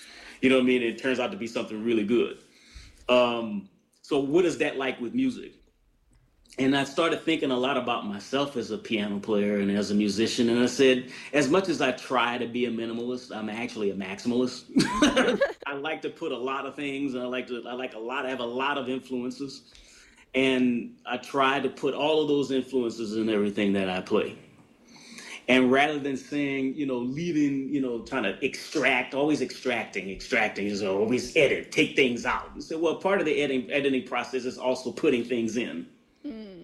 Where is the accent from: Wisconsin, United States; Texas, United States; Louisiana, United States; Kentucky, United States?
Louisiana, United States; New Orleans; I'm from New Orleans